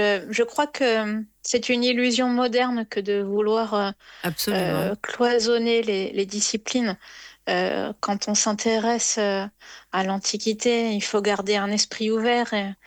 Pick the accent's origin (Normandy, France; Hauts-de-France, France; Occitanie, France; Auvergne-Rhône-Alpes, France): Normandy, France; Moi, je suis originaire de Normandie.